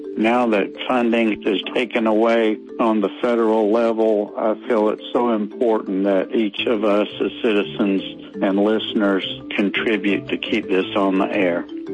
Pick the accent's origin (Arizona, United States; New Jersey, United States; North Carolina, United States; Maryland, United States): North Carolina, United States; Morehead City; from Morehead City.